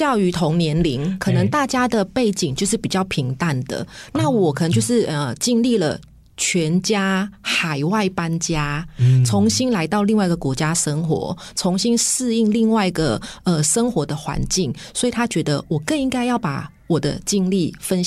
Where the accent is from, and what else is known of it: Thailand; now in Taiwan